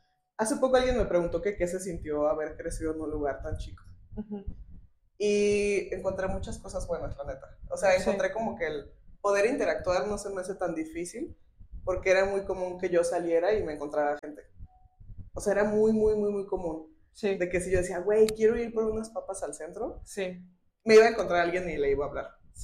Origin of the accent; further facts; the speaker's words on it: Lagos de Moreno, Jalisco, Mexico; No, yo nací y crecí en Lagos de Moreno, en los Altos de Jalisco.